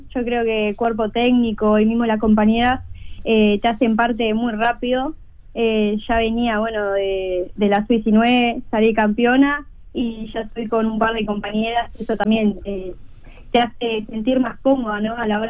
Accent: Montevideo, Uruguay; De Jardines, bueno, yo estoy a unas cuadras del estadio de Danubio.

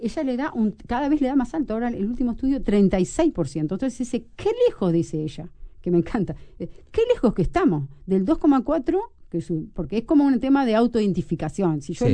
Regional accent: Paysandú, Uruguay; born there; now in Montevideo, Uruguay; Yo nací en Paysandú, en la ciudad

